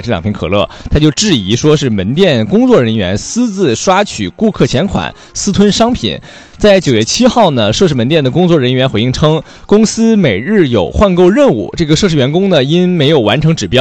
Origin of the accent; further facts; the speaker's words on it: Weihai, Shandong, China; moved away; 我威海我们老家